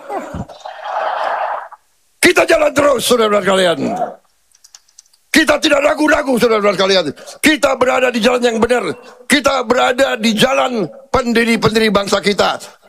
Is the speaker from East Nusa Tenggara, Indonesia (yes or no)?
no; Jakarta, Indonesia; born there; Saya ini lahir di Betawi, tapi saya asal dari Banyumas. Campur sama Minahasa.